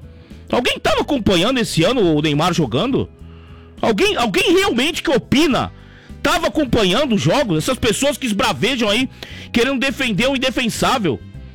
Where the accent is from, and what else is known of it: Brazil